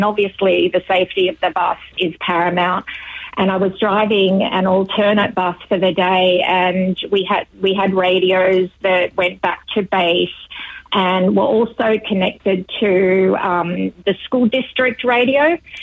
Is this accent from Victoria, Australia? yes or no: no; Sydney, New South Wales, Australia; And I'm from Sydney and it was set in Sydney.